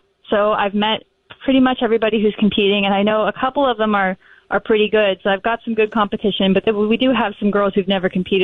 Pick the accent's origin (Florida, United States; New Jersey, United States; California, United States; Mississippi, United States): New Jersey, United States; I'm from New Jersey.